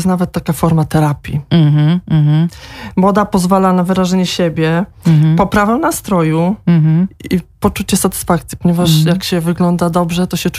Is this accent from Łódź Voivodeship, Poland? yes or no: yes; Łódź, Łódź Voivodeship, Poland; now in Cork, Ireland; pochodzę z Łodzi. Jak wiadomo, jest to zagłębie włókiennictwa i to właśnie tam znajdują się największe hurtownie odzieżowe.